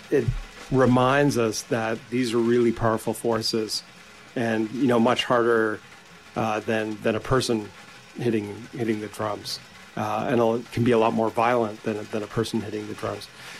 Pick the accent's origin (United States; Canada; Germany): Canada; Ontario; growing up in Northern Ontario